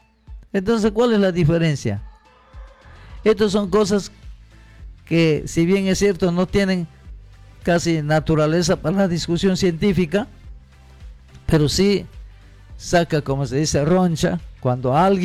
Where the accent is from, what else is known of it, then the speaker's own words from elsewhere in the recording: Nuevo Lima, San Martín, Peru; born there; también tengo raíces serranas, no por el hecho que he nacido en mi pueblo Nuevo Lima, Bajo Viabo, provincia de Bellavista. Soy selvático, soy chunchito, como suelen decir muchos, ¿no? No, también tengo en la sangre, sangre serrana.